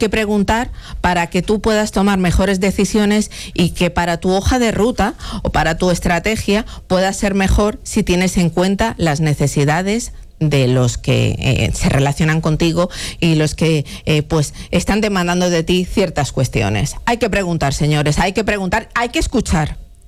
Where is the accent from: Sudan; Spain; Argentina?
Spain; Madrid, Community of Madrid; moved away as an adult; now in Dominican Republic; España, yo soy de Madrid.